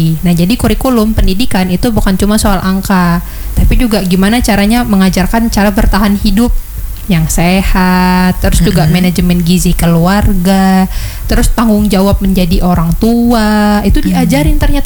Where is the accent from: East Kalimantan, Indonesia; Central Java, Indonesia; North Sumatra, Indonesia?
East Kalimantan, Indonesia; Samarinda; Kalau kita kan orang Samarinda, Sungai Mahakam.